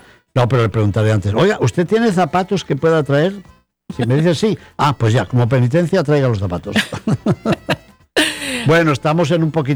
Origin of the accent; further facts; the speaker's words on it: Spain; moved away; pedir una oración por mi tierra, porque media España está ardiendo ahora mismo.